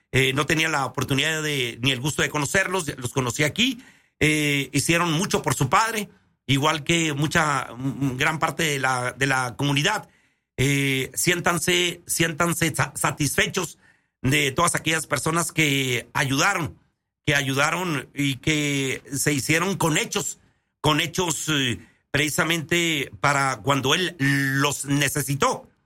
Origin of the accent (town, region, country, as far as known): Mexico